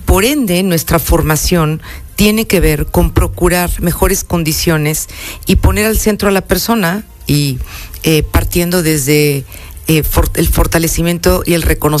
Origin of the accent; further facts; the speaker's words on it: Teziutlán, Puebla, Mexico; Y mira que yo soy de Teciutlán, soy teciuteca